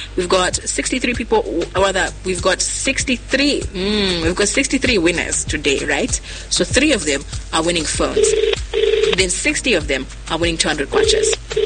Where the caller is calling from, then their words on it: Zambia; I'm calling you from WinBig, Zambia.